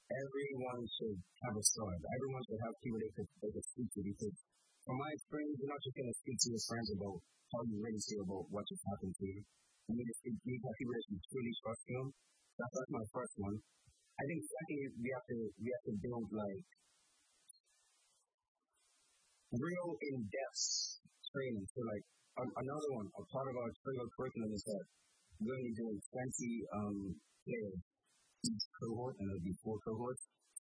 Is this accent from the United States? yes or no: no; Bermuda; yeah, I'm from Bermuda, yeah, 60,000 people